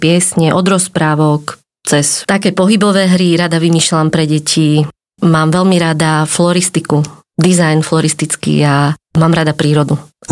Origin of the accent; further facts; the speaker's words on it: Trenčín, Trenčín Region, Slovakia; Pochádzam z Považia, konkrétne z Trenčína.